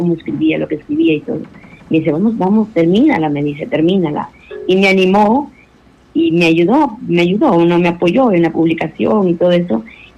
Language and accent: Spanish; Yapatera, Piura, Peru; porque yo he vivido ahí, como te digo, me he criado ahí, he estudiado ahí, y entonces, y queriendo también resaltar y darle ese valor a mi pueblo, ¿no? A mi pueblo afro.